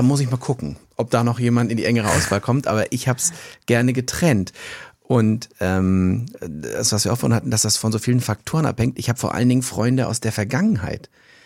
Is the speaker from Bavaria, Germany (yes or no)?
no; Rostock, Mecklenburg-Vorpommern, Germany; born or raised there